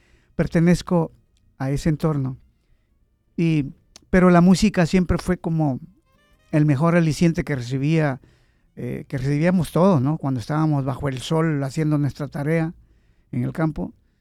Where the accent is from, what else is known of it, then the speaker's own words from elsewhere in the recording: El Salvador; Salvadoreño, yo soy de salvadoreños